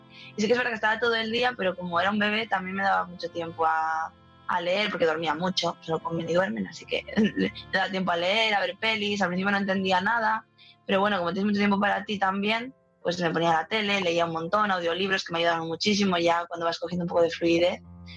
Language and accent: Spanish; Castile and León, Spain; moved away; also born or lived in Madrid; yo vengo de un pueblo muy pequeñito, de Burgos, y bueno, siempre me sentí como que sí, que en mi pueblo, bueno, no me gustaba demasiado y que como que había más mundo, quería descubrirlo, ¿no? Entonces, cuando tuve la oportunidad, me fui a Madrid